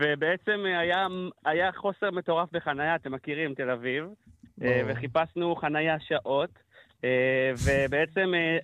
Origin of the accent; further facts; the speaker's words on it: Central District, Israel; אני מהמרכז, ואנחנו אומרים אבן יאו.